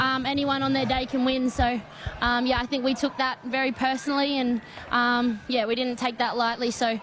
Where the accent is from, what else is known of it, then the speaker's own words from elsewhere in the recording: Newcastle, New South Wales, Australia; Yeah, look, I've spent a lot of time in Newcastle. Obviously, it's being my hometown